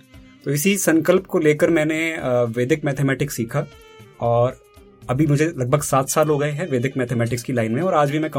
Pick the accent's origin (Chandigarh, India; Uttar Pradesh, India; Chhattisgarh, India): Chandigarh, India; born there; also born or lived in Barara; sir मेरा जन्म जो है वो चंडीगढ़ में हुआ और उसके बाद मेरी जो प्राथमिक शिक्षा है वो अलग अलग जगह पर रही